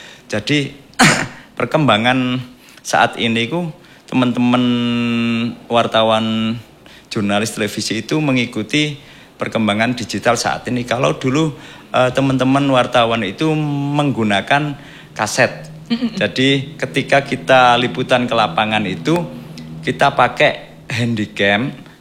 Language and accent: Indonesian; Lamongan, East Java, Indonesia; Saya asli Lamongan.